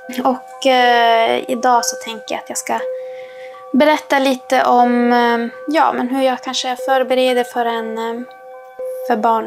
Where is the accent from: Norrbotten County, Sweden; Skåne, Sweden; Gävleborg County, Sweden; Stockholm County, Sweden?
Norrbotten County, Sweden; Lannavaara; now in Vittangi, Sweden; Jag bor i Vittangi. Men jag kommer ju från Lannavaara. Uppväxt i Sarivuoma sameby.